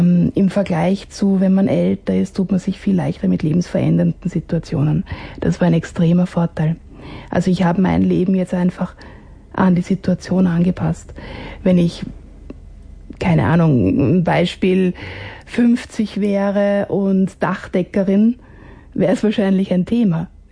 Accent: Vienna, Austria; born there; Ich bin aus Wien.

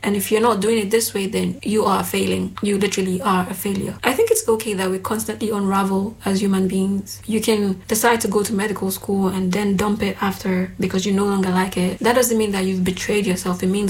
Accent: Nigeria; accent: Nigerian; English is a second language; moved away as an adult; now in Greece; I'm from Nigeria, if you could not guess from my very strong Nigerian accent.

